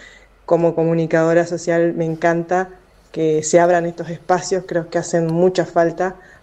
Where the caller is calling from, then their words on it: Santa Fe, Argentina; de Santa Fe